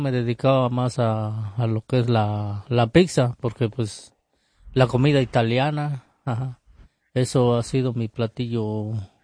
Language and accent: Spanish; San Antonio de la Cal, Oaxaca, Mexico; now in United States; yo soy de San Antonio de la Cal. Una tierra, digamos, que todas las mujeres ahí se dedican a hacer las clayudas. Ahí es la cuna de las clayudas.